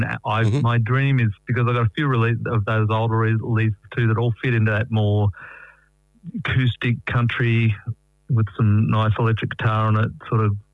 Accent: Tamworth, New South Wales, Australia; growing up in Tamworth.

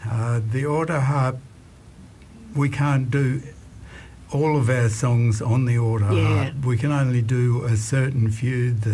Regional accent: Broken Hill, New South Wales, Australia; also born or lived in Snowtown, South Australia; now in Bathurst, Australia; Our home really was in Broken Hill.

